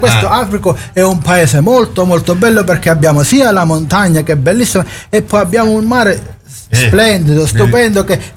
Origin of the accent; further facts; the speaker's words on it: Calabria, Italy; Se siamo calabresi dobbiamo rispettare le tradizioni